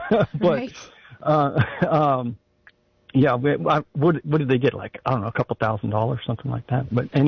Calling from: Live Oak, United States; in Live Oak.

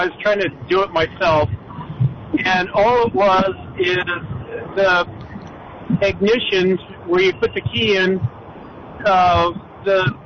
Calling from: California, United States; in SoCal.

